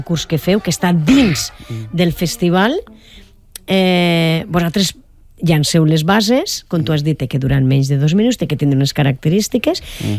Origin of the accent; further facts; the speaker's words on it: Valencian Community, Spain; accent: Valencian; first language Valencian; a mi m'encanta el valencià, és la meva llengua